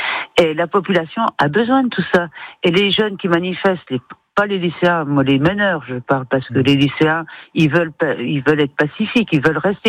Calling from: Vittel, Grand Est, France; Je suis de Vittel, oui.

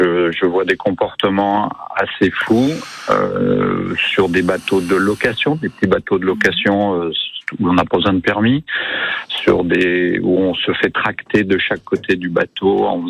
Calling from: Le Montcel, Auvergne-Rhône-Alpes, France; Oui, je suis au Moncel

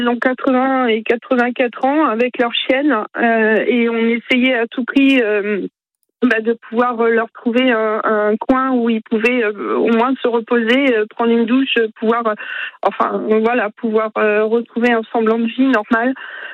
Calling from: Centre-Val de Loire, France; J'habite en Touraine

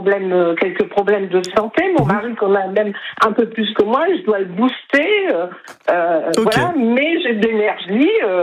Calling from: Hourtin, Nouvelle-Aquitaine, France; Je suis sur Ourtin où il y a le lac, il y a Piquero.

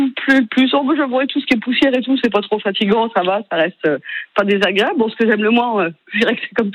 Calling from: Mauguio, Occitanie, France; je suis à Mogio

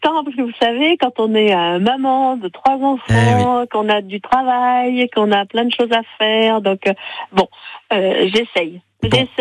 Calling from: Chancelade, Nouvelle-Aquitaine, France; Chancelade

